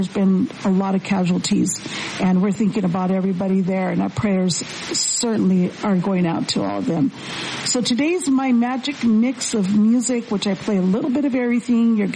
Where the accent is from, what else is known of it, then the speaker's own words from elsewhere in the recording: Mammoth, Arizona, United States; Lupe Altamirano from my hometown in Mammoth, Arizona.